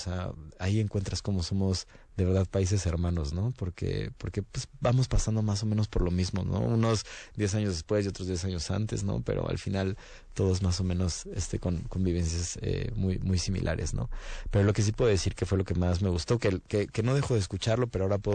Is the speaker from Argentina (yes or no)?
no; Mexico; accent: Mexican; ¡Mexicano, ¿verdad? Y yo, mexicano, tengo el acento tan fuerte, ¿verdad?